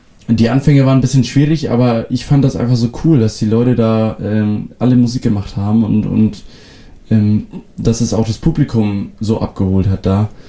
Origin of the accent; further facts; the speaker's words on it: Föhr, Schleswig-Holstein, Germany; first language Frisian; German is a second language; ich komme von der Insel Föhr. Bin dort auch geboren und aufgewachsen, bin inzwischen 30 Jahre alt